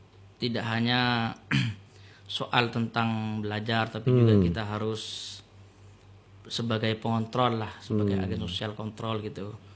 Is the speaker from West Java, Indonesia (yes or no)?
no; Rubaru District, East Java, Indonesia; Alamatnya saya asli Kecamatan Rubaru lebih tepatnya gitu.